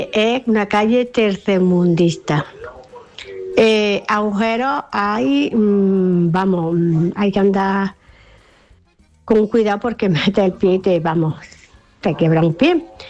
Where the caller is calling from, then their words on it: Guadix, Andalusia, Spain; en mi pueblo, que es Guadix.